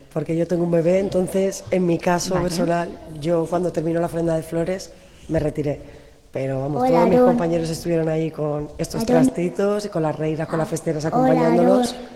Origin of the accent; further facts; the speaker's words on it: El Campello, Valencian Community, Spain; moved away as an adult; Yo en realidad soy de Campello y me vine aquí a vivir hace 13 años